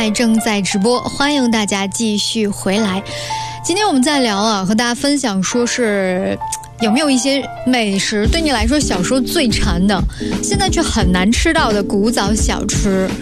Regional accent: Suzhou, Jiangsu, China; 因为同样是作为一个苏州人啊，

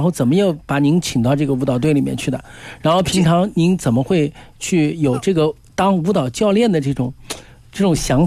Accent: Nanjing, Jiangsu, China; 我们南京人说七十九嘛就是八十二了

